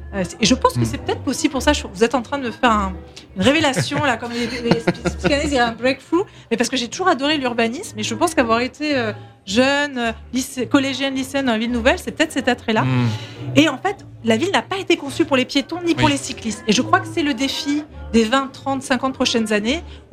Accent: Saint-Ouen-l'Aumône, Île-de-France, France; j'ai grandi dans l'agglo. Moi j'ai grandi à Saint-Holomone, mais j'étais au collège aux Touleuses, pour ceux qui connaissent, j'étais au lycée à Galilée.

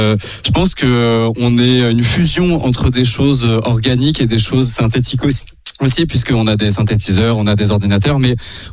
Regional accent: Avignon, Provence-Alpes-Côte d'Azur, France; On vient d'Avignon.

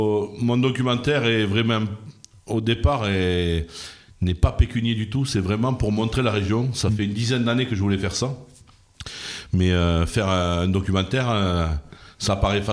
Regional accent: Saint-Gaudens, Occitanie, France; moi je suis un Comminges. Ouais. Je suis né à Saint-Gaudens. J'ai quasiment toujours vécu ici

